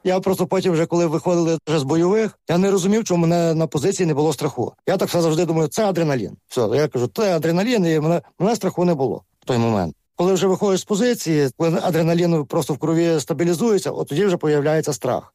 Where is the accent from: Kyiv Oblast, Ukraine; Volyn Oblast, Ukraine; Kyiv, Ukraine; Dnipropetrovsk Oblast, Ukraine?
Volyn Oblast, Ukraine; Я сам з Волині, з Рішенського району.